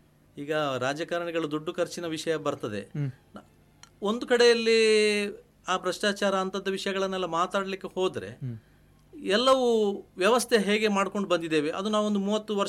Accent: Dakshina Kannada district, Karnataka, India; ನಮ್ಮ ದಕ್ಷಿಣ ಕನ್ನಡ ಜಿಲ್ಲೆಯಲ್ಲಿ

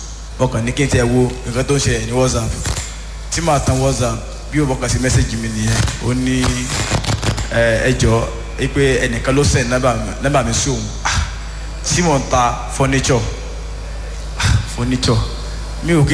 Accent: Ado-Ekiti, Ekiti, Nigeria; mo wá láti ìlú Ekiti State nílùú Ado.

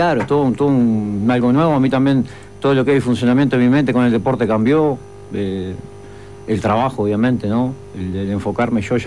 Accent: Minas, Lavalleja, Uruguay; moved away; yo vengo de Minas, La Valleja.

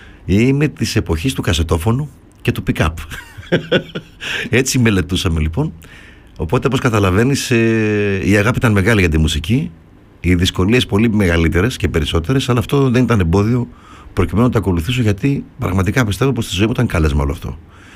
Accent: Greece; Εδώ έχουμε αλλάξει σαν Έλληνες, σαν DNA τώρα, γιατί έχω και μια ηλικία.

